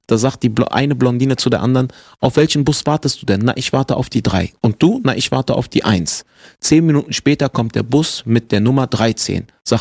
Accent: Germany; Deswegen haben wir zu Hause halt immer Türkisch gesprochen und draußen halt immer Deutsch.

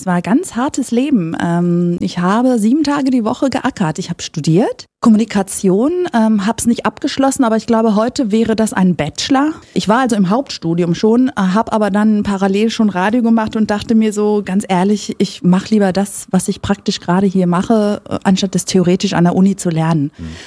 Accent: North Rhine-Westphalia, Germany; ich bin tatsächlich in Nordrhein-Westfalen geboren und nicht in Griechenland.

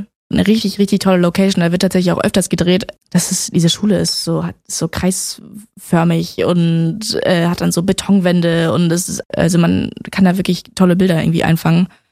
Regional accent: Berlin, Germany; ich komme aus Berlin

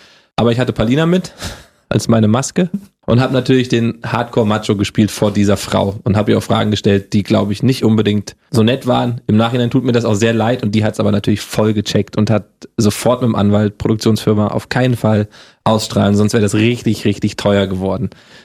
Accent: Hesse, Germany; accent: Hessian; Das Hessisch abtrainieren, komme ich aus Hessen, da hatte ich so diesen Dialekt gleich drauf, der wurde mir abtrainiert, war auch gut so. Aber ohne, dass ich jetzt meine hessischen Wurzel verliere.

